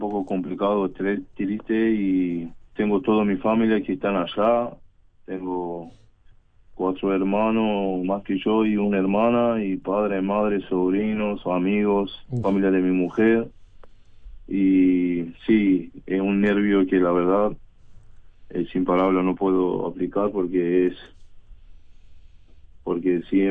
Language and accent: Spanish; Iran; first language Persian; Spanish is a second language; now in Uruguay; pero no me sirvió mucho porque en mi país todos hablaban persa y yo claro, tenía que practicar y hablar con gente de español